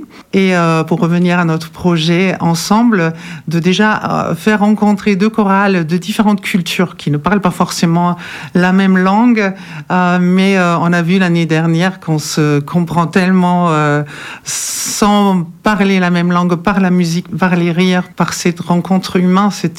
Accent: Germany; French is a second language; now in France; voilà, je suis allemande, comme vous pouvez peut-être déjà savoir à part de mon nom. Ça fait 20 ans maintenant que je vis en Dordogne

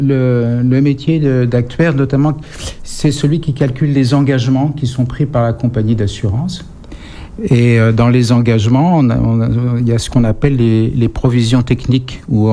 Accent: Saint-Mandé, Île-de-France, France; born there; Je suis né dans le Val-de-Marne. Ah oui, donc bah, à Saint-Mandé. Voilà.

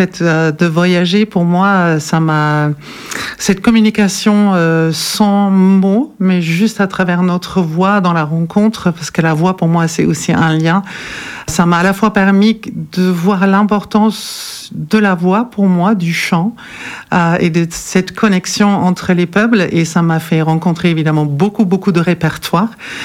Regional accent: Germany; French is a second language; now in Dordogne, France; voilà, je suis allemande, comme vous pouvez peut-être déjà savoir à rapport de mon nom. Ça fait 20 ans maintenant que je vis en Dordogne

